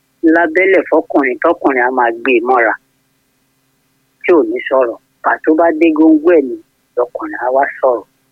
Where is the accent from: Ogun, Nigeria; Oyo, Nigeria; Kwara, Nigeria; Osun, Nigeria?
Ogun, Nigeria; Egbado; kì í ṣe pé wọ́n ní wọ́n pé nílùú níbi tí mo ti wá lẹ́gbàdo Ogun State.